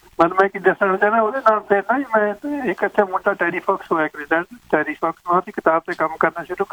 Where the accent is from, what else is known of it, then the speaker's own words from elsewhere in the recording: Chamkaur Sahib, Punjab, India; ਮੈਂ ਚਮਕੌਰ ਸਾਹਿਬ ਤੋਂ ਪਿੰਡ ਆ ਜੀ ਮੇਰਾ।